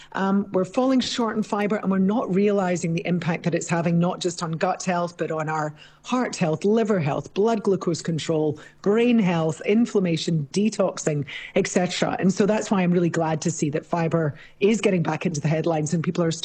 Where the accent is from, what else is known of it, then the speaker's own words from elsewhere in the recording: Scotland, United Kingdom; I'm Scottish originally, of course, so I grew up eating oats.